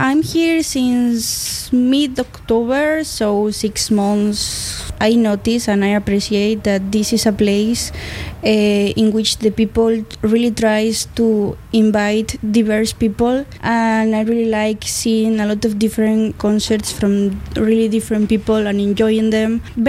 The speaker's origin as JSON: {"language": "English", "country": "Spain", "second_language": "English", "said": "I'm from Spain too."}